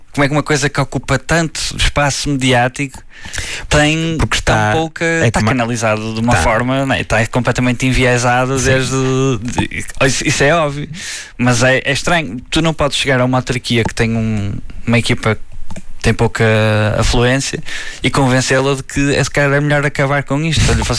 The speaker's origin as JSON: {"language": "Portuguese", "town": "Barcelos", "region": "Norte", "country": "Portugal", "tie": "born or raised there", "said": "eu sou de Barcelos"}